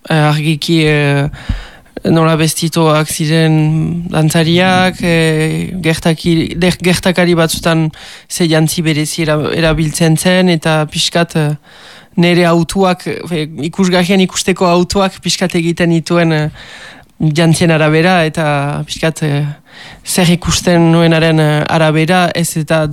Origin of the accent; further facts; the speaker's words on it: Urrugne, Nouvelle-Aquitaine, France; Ez, Urruñakoa naiz, eta Urruñan bizi beti, bai.